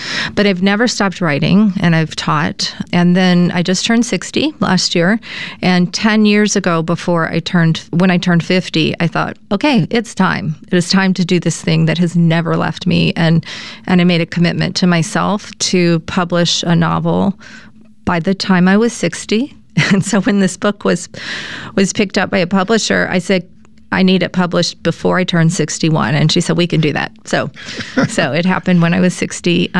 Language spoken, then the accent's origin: English; Lake Charles, Louisiana, United States; I grew up in Lake Charles, and that is considered the Acadiana part of it, of the state